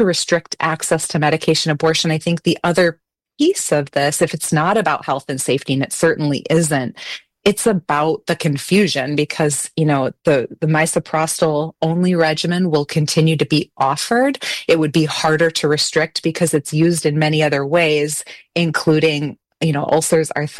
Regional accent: Iowa, United States; And here in my home state of Iowa, it's actually six times more likely.

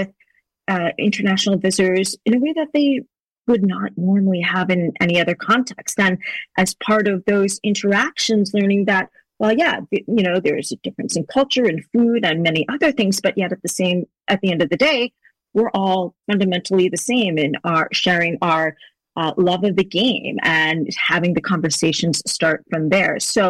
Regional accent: Boston, Massachusetts, United States; One, Boston. I'm originally from Boston

